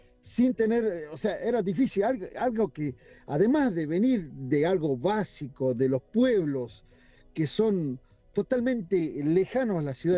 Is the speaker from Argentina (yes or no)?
yes; Argentina; estamos constantemente tratando de entender la política económica e ir para adelante como argentino, ¿no?